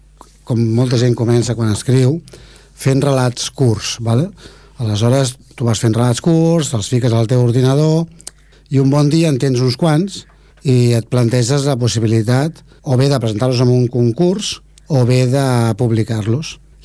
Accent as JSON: {"language": "Catalan", "town": "Esplugues de Llobregat", "region": "Catalonia", "country": "Spain", "tie": "born or raised there", "also_born_or_lived": "Barcelona", "said": "Sí, sí, perquè jo vaig néixer a Barcelona, però evidentment perquè abans la gent naixia a Barcelona, però jo he viscut a Esplugues tota la vida, sí."}